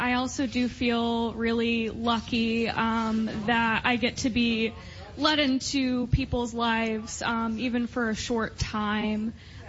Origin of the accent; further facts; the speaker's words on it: Kankakee, Illinois, United States; moved away; I'm originally from the Kankakee area